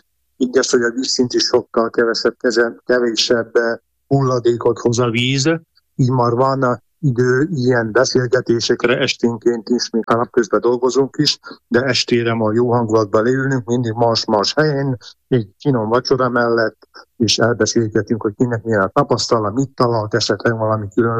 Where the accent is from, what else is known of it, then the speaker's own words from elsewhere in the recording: Szete, Nitra Region, Slovakia; Én is Ipolynál születtem, mert Szetéről származok, az is az Ipoly menti falucska.